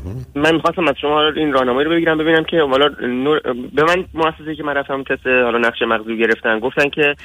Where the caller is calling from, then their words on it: Iran; من حالا توی ایران